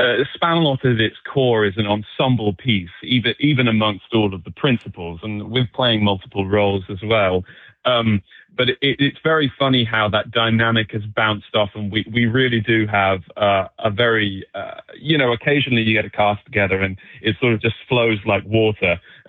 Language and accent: English; United Kingdom; So as a Brit coming over here and performing in Chicago